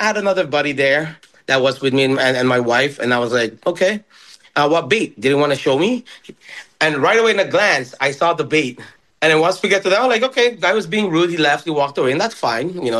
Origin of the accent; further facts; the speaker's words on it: Ontario, Canada; Avid fishermen from up north, all northern tribes. Well, you know, I grew up around the Lake Ontario.